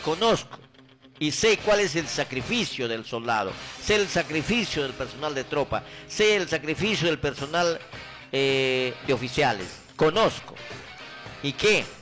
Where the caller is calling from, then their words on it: Peru; como deber peruano vengo a servir mi patria